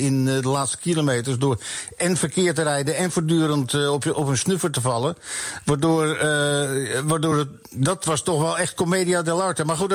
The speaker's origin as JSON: {"language": "Dutch", "country": "Netherlands", "said": "als Nederlander"}